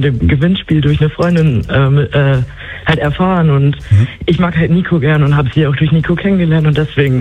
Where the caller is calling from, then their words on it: Bavaria, Germany; Ich komme aus Niederbayern.